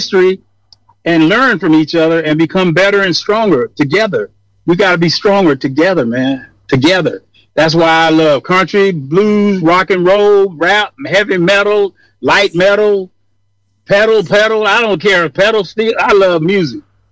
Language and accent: English; Kissimmee, Florida, United States; It's kind of bringing me back to when I grew up in Kissimmee, Florida, and I had colored water.